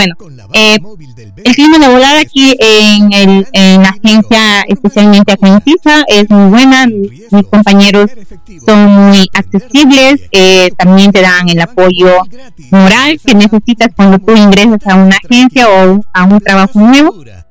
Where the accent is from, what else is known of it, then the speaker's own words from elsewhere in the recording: Peru; todos somos peruanos